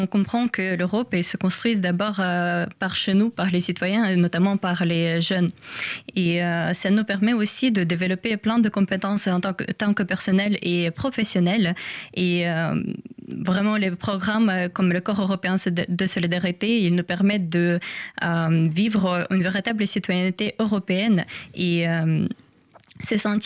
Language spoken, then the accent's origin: French; Ukraine; now in France; En tant qu'Ukrainienne vivant en France